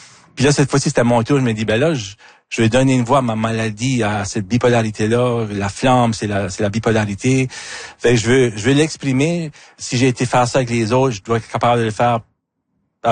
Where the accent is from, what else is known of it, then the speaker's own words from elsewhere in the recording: Acadia, Canada; je viens de l'Acadie comme ton premier album.